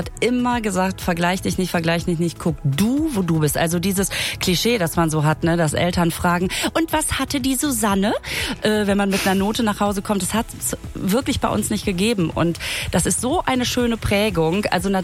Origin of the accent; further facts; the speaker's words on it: Münster, North Rhine-Westphalia, Germany; da spiele ich mein Solo in Münster, in meiner Heimatstadt.